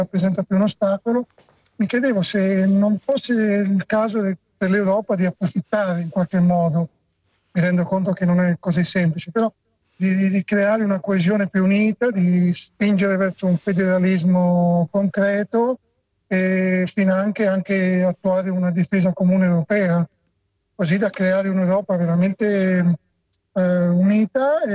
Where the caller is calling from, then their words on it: Udine, Friuli-Venezia Giulia, Italy; In questo momento sono in viaggio dalla Croazia, però sto a Udine